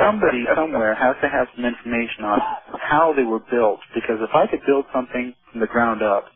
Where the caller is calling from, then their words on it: Seattle, Washington, United States; in Seattle.